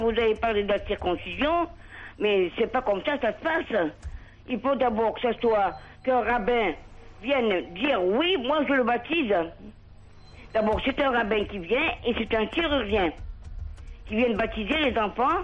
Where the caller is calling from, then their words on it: Montpellier, Occitanie, France; de Montpellier.